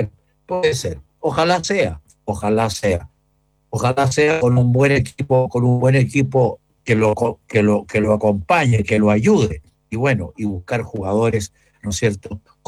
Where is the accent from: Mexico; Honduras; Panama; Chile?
Chile; Portezuelo, Ñuble; antes era hincha Ñublense de Chillán. Bueno, sigo siendo hincha de Ñublense, mi tierra. Portezuelo, mi tía.